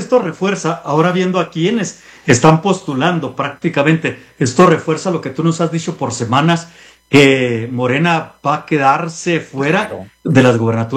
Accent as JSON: {"language": "Spanish", "region": "Chihuahua", "country": "Mexico", "said": "es la que menos quisiéramos los que somos de Chihuahua ver como gobernadora."}